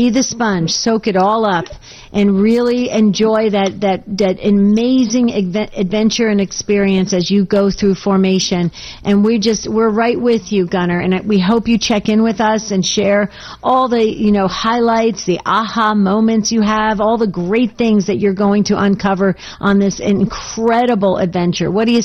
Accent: New Jersey, United States; because I grew up in New Jersey and it's the Garden State, so it's beautiful, lush, just rolling hills, just gorgeous. And I miss that very much.

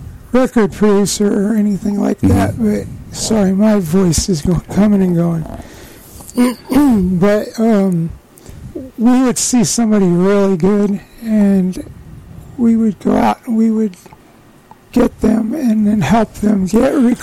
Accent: Southlake, Texas, United States; also born or lived in Iowa / Fort Wayne, Indiana; I was born in Iowa. about a half hour outside Des Moines. And after I was born, about 2 years maybe, we moved Indiana, Fort Wayne. And then after that, we moved to South Lake, Texas, and stayed there until I graduated high school.

